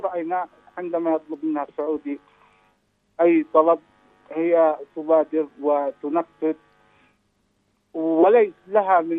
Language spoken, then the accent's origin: Arabic; Yemen; لنا كيمنيين